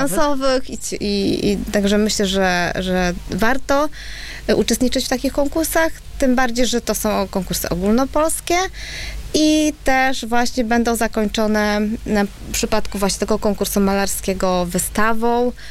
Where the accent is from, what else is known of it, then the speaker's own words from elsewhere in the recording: Pomeranian Voivodeship, Poland; niewielu mamy takich artystów u nas na Kaszubach.